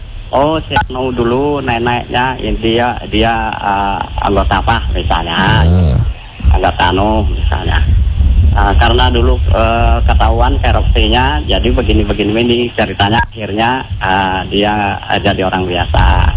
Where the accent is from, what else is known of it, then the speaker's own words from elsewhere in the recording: Bengkulu, Indonesia; now in West Sumatra, Indonesia; Perantau, kita asli orang Bengkulu.